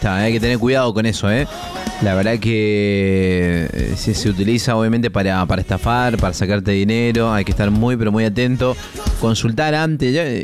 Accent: Argentina; nosotros que somos argentinos

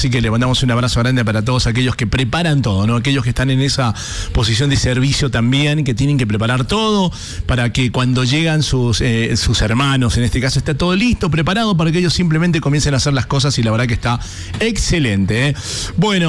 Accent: Mendoza, Argentina; como ciudadanos argentinos, amamos Mendoza, amamos nuestro país

